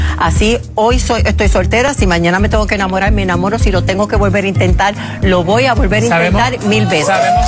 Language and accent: Spanish; Puerto Rico; la manera tuya de expresarte como boricua